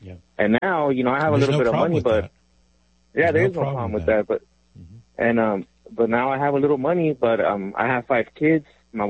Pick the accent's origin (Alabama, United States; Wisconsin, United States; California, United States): California, United States; Los Angeles; also born or lived in Mexico; So I grew up in Los Angeles, but I'm originally from Mexico, and we grew up here without money.